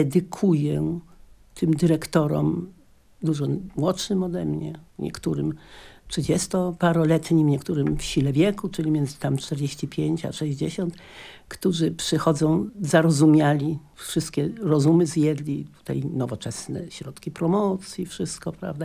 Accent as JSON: {"language": "Polish", "town": "Kraków", "region": "Lesser Poland", "country": "Poland", "tie": "born or raised there", "moved": "as an adult", "said": "ja, która od 5. życia roku się wychowywałam w Krakowie"}